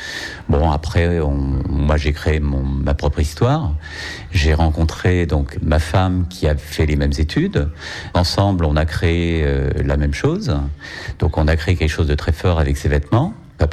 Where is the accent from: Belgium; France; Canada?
France; Paris, Île-de-France; born there; Donc mon histoire, je suis né à Paris.